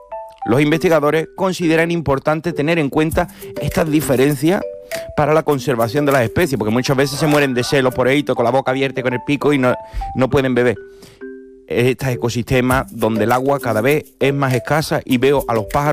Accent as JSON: {"language": "Spanish", "town": "Cádiz", "region": "Andalusia", "country": "Spain", "said": "yo no estudié en la Universidad de Cádiz, soy de Cádiz, pero no de la universidad."}